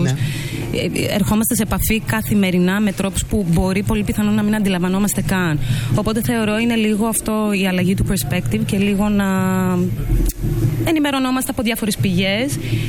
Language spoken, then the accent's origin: Greek; Greece; είμαι από την Αιθιοπία, έχω γεννηθεί και μεγαλώσει εδώ. Είμαι δεύτερης γενιάς μεταναστευτικής καταγωγής